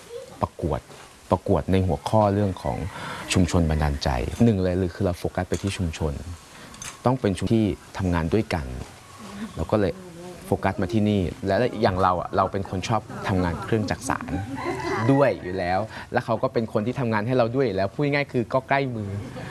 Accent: Chiang Mai, Thailand; คือเอาภายในจังหวัดเชียงใหม่คือเป็นจังหวัดบ้านเกิดของเราเองก็คืออ่ะในจังหวัดเชียงใหม่เรามีอะไรบ้างที่น่าสนใจ

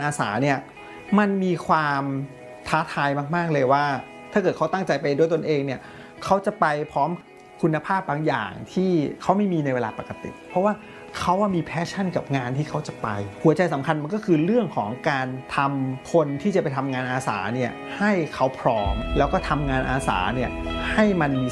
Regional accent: Bangkok, Thailand; born or raised there

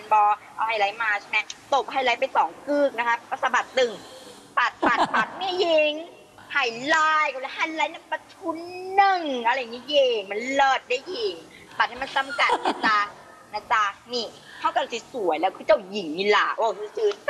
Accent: Phang Nga, Thailand

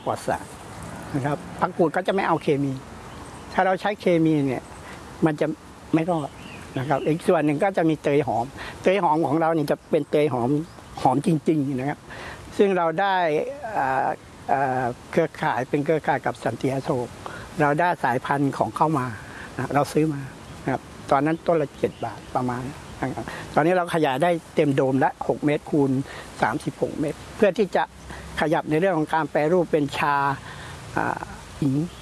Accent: Pattani, Thailand; จริงๆแล้วผมเป็นลูกหลานเกษตรผมดั้งเดิมผมเป็นคนปัตตานีพ่อผมทำเกษตรผมพ่อผมทำนาพ่อผมทำสวน

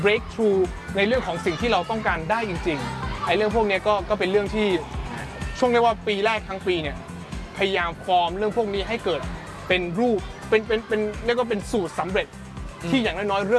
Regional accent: Ko Samui, Surat Thani, Thailand; แล้วผมเป็นคนชาวสมุยผมต้องเล่าให้พี่ฟังนะผมเป็นชาวสมุยทีนี้สมุยเนี่ยมันเป็นเมืองท่องเที่ยวมันไม่ใช่เมืองของ IT เท่าไหร่

